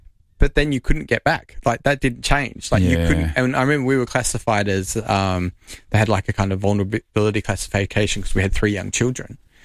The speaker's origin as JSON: {"language": "English", "country": "Australia", "moved": "as an adult", "lives_now": "Norway", "said": "As an Australian"}